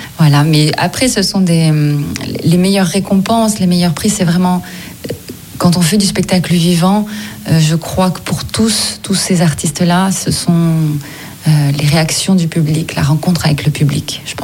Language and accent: French; Provence-Alpes-Côte d'Azur, France; moved away as an adult; now in Gard, France; J'y habite. J'ai grandi dans le Vaucluse, de l'autre côté du Rhône. Mais depuis 13 ans, j'y habite. Alors un peu par intermittence, de par mon métier qui m'amène à voyager beaucoup.